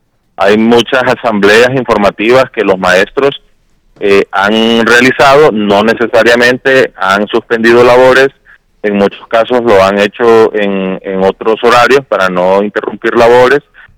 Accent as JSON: {"language": "Spanish", "country": "Honduras", "said": "somos hondureñas y hondureños que todos los días trabajamos"}